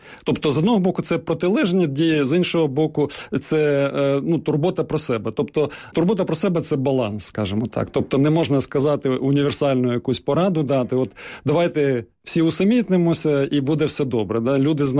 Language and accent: Ukrainian; Kyiv, Ukraine; born there; я, наприклад, народився в Києві, але чомусь люди шаблонно думають, ну, якщо я тут живу там чи народився, то я все знаю.